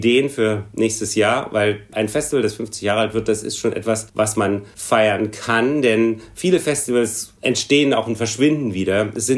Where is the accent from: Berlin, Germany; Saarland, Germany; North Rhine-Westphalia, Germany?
Berlin, Germany; Denn auch ich bin aus Berlin als Schüler schon nach Dresden mit dem Zug gefahren, um Konzerte bei den Dresdner Musikfestspielen zu hören.